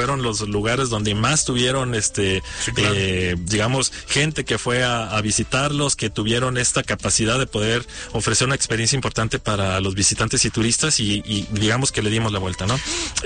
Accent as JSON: {"language": "Spanish", "town": "Guadalajara", "region": "Jalisco", "country": "Mexico", "said": "somos capaces, los tapatíos y tapatías"}